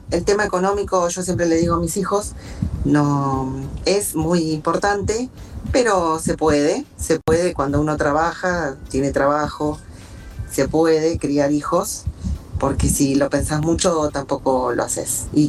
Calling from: Buenos Aires, Argentina; soy de Capital.

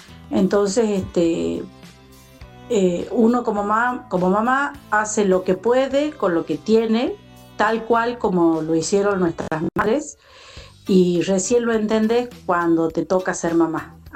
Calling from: Buenos Aires, Argentina; de Barracas.

